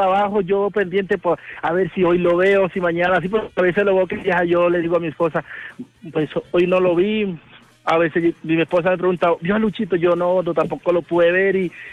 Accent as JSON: {"language": "Spanish", "town": "Montería", "region": "Córdoba", "country": "Colombia", "said": "Yo soy de Córdoba, Montería."}